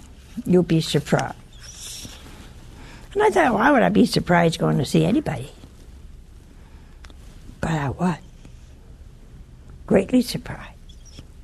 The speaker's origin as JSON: {"language": "English", "region": "Ohio", "country": "United States", "said": "we came from Ohio. We've been here almost 40 years. And I have people here I love, but I didn't know them in Ohio."}